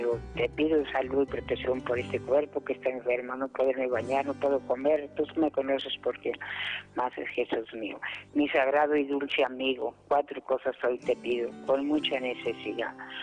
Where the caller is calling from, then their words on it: San Francisco del Rincón, Guanajuato, Mexico; De San Francisco de Rincón, Guanajuato.